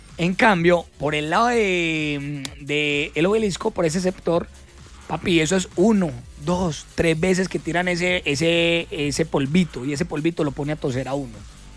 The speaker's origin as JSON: {"language": "Spanish", "region": "Antioquia", "country": "Colombia", "said": "como buen paisa voy a decir algo."}